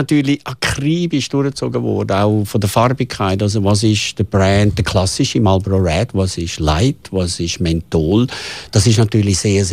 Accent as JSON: {"language": "German", "country": "Switzerland", "said": "wir als Schweizer"}